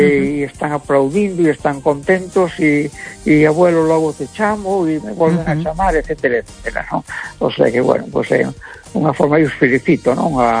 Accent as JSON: {"language": "Galician", "region": "Galicia", "country": "Spain", "said": "E como galego, pois a mín me gusta o Deportivo, me gusta o Celta, ¿verdad?"}